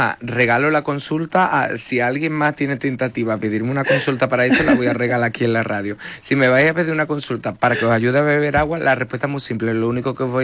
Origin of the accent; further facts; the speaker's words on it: Andalusia, Spain; o sea, nuestro líquido es el agua y además somos andaluces, nuestra dieta es maravillosa.